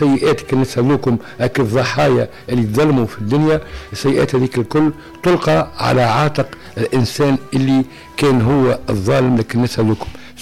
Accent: Tunisia; بلادنا تونس الخضراء

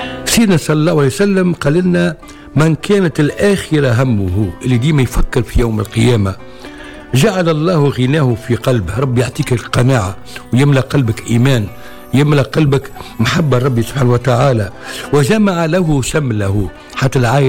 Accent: Tunisia; وربي يحفظ بلادنا تونس الحبيبة الغالية

